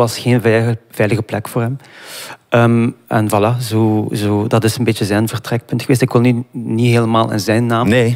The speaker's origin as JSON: {"language": "Dutch", "country": "Iraq", "said": "Ik als Irakees zijnde, hij als Amerikaan, de Arabische wereld of het Midden-Oosten zien transformeren naar wat het vandaag is."}